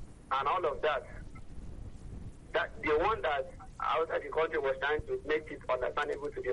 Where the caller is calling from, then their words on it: Lupeju, Lagos, Nigeria; I'm calling from Lupeju.